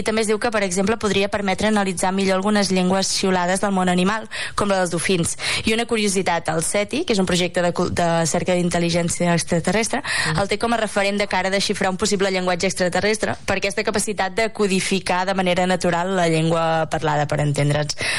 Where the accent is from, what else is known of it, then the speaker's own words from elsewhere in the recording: Catalonia, Spain; Nosaltres, com a catalans, no? Ho podem entendre.